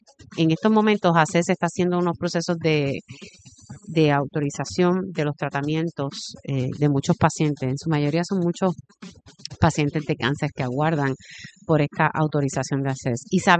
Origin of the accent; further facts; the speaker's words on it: Puerto Rico; yo amo a mi tierra, mi país, es hermoso y sí. Mi gente es hermosa.